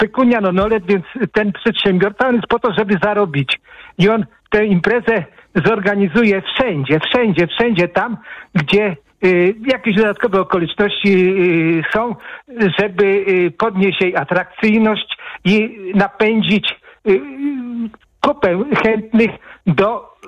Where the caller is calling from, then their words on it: Płock, Masovian Voivodeship, Poland; Ja jestem z Płocka